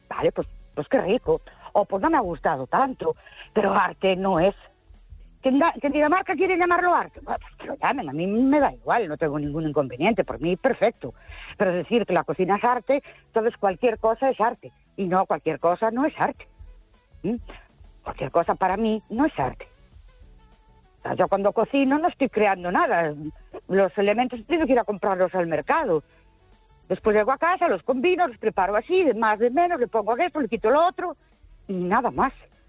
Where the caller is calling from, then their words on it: Ourense, Galicia, Spain; Buenas noches … de Ourense.